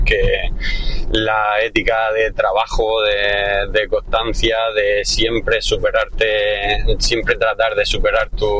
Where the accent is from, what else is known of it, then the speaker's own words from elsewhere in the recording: La Mojonera, Andalusia, Spain; moved away as an adult; now in Olula del Río, Spain; Original de La Mojonera, pero adoptado ya de Ulula.